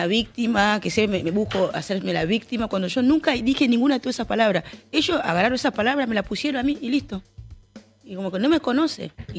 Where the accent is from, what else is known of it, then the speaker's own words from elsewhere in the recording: DR Congo; now in Argentina; está en mi país